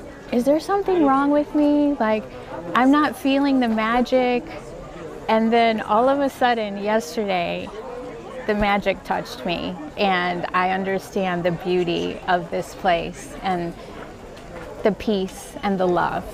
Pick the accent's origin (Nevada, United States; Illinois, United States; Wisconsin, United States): Illinois, United States; Chicago; from Chicago, Illinois.